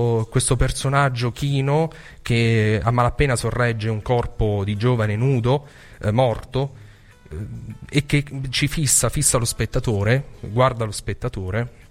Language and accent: Italian; Abruzzo, Italy; Io sono abruzzese